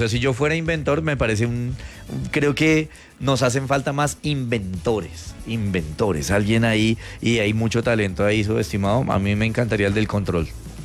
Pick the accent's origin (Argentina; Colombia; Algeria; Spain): Colombia